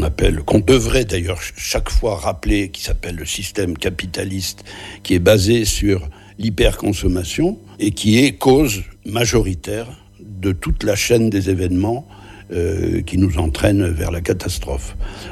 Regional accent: Luz-Saint-Sauveur, Occitanie, France; Ben, probablement mon enfance à Luce-Saint-Sauveur et le fait d'avoir pour voisin une famille de tout petits paysans, la famille Noguet

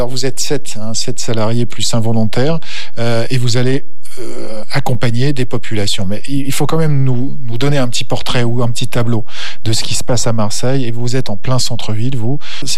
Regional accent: Eritrea; je viens d'Érythrée

